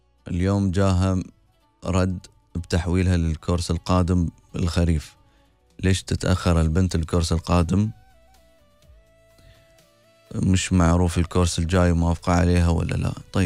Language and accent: Arabic; United Arab Emirates; أنا مواطنة إماراتية موظفة في القطاع الخاص